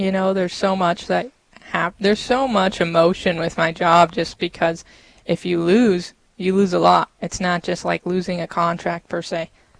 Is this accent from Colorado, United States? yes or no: yes; Colorado, United States; I'm from Colorado. I've always been involved in the pro-life movement. Colorado, it's obviously a bigger battlefield down there.